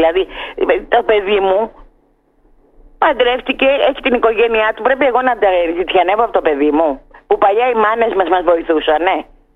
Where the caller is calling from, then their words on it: Piraeus, Attica, Greece; είμαι από τον Πειραιά.